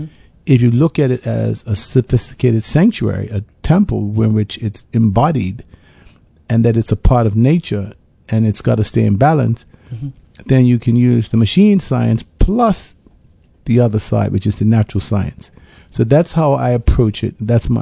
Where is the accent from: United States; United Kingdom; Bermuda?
Bermuda; So we as Bermudians, again, I'm a medical doctor, but I come from Bermuda.